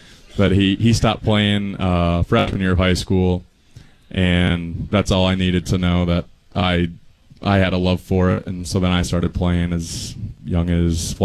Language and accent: English; Eagle, Wisconsin, United States; also born or lived in Illinois; And I was born in Illinois and then moved up to Wisconsin at 2 years old, so I spent majority of my life in Wisconsin